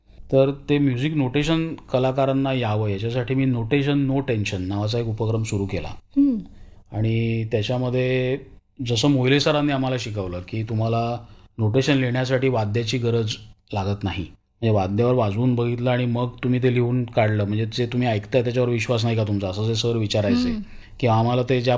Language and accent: Marathi; Maharashtra, India; first language Marathi; आता मी मराठी भाषिक आहे